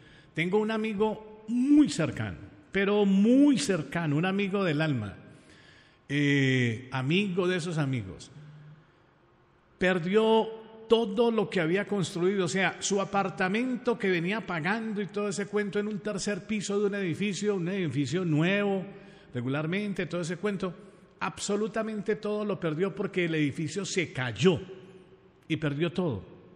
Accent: Pereira, Risaralda, Colombia; Los que somos de Pereira

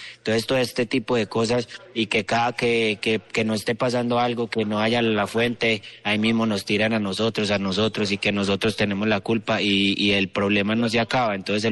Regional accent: Pereira, Risaralda, Colombia; moved away; siempre soy pereirano.

